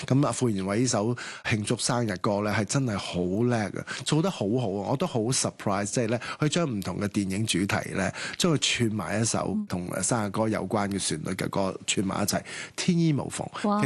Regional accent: Hong Kong

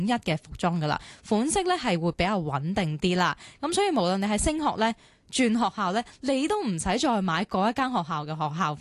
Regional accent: Shenzhen, Guangdong, China; born there; moved away; 我以前深圳读书嘅小学嘅时候

